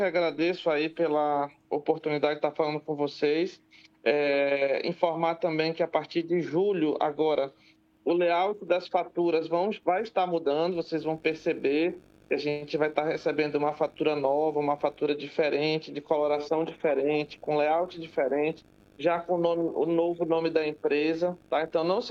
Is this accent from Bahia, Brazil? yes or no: no; Tabatinga, Amazonas, Brazil; eu sou de Tabatinga